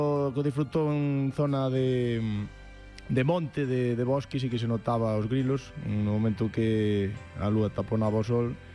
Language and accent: Galician; Ourense, Galicia, Spain; porque son do Ourense